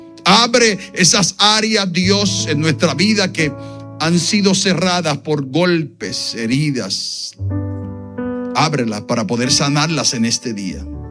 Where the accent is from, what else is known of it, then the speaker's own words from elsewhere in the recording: Puerto Rico; now in Elizabeth, United States; Y aunque soy puertorriqueño, no hablo como puertorriqueño porque llevo 45 años en Estados Unidos o más